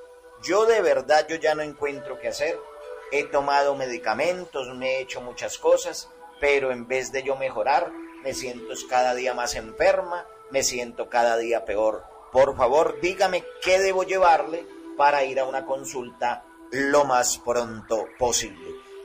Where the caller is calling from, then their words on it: Pereira, Risaralda, Colombia; Profesor, yo a usted le vengo escuchando desde hace mucho tiempo de Radio Robledo. Soy de aquí de Pereira y quisiera saber si usted nos puede ayudar.